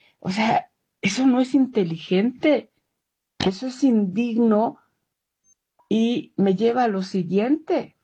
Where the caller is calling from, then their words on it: Mexico City, Mexico; de Ciudad de México.